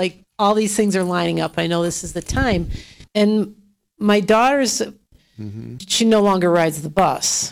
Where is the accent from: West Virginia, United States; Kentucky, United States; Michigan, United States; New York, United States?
Michigan, United States; Detroit; I grew up in Detroit, and every preconceived notion I had about suburbs has been completely smashed.